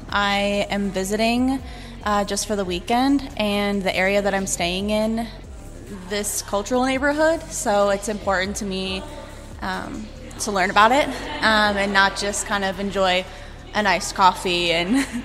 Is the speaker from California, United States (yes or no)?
no; Ohio, United States; I'm from Ohio.